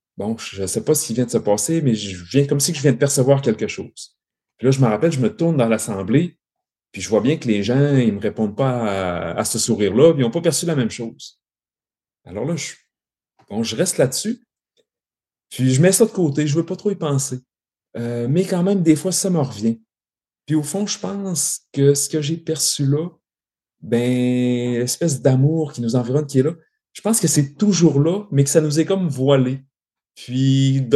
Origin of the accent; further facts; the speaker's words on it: Saint-Prime, Quebec, Canada; Alors, je suis originaire de Saint-Prime, un petit village du lac Saint-Jean. C'est un petit village agricole de campagne situé entre Roberval et Saint-Félicien.